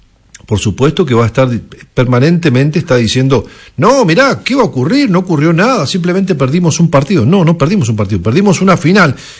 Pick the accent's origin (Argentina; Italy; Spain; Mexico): Argentina